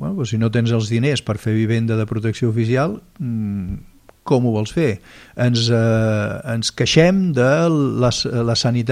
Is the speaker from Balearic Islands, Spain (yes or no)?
no; Catalonia, Spain; com a catalans al nostre país